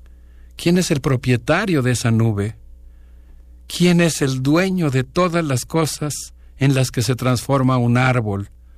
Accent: Mexico; me siento parte como ciudadano mexicano

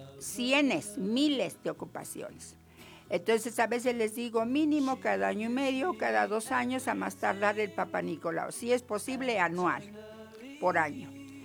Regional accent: Oaxaca, Mexico; Recuerde, vengo de la ciudad de Oaxaca, no vivo en la ciudad de Tlaxiaco, vengo de Oaxaca.

